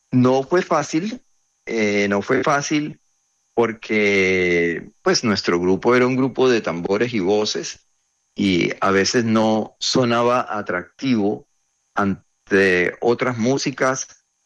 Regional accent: Cartagena, Bolívar, Colombia; moved away; also born or lived in Bogotá; Yo nací, crecí en Cartagena y muy jovencito yo quería estudiar la música.

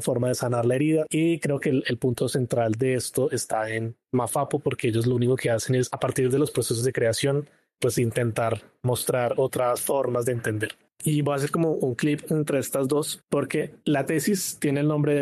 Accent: Colombia; la primera imagen que tenemos en nuestra cabeza como colombianos

